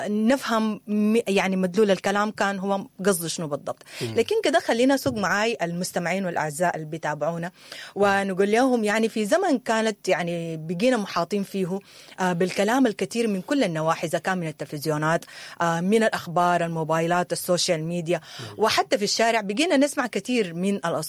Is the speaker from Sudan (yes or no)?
yes; Sudan; لبلدنا الغالي السودان